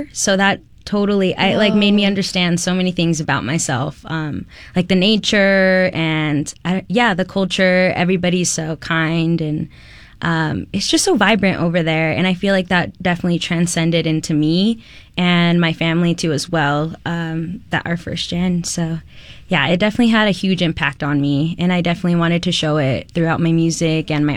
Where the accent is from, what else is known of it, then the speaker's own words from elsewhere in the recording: Ogden, Utah, United States; I grew up in Ogden, Utah. I am first gen, so I am the oldest daughter as well.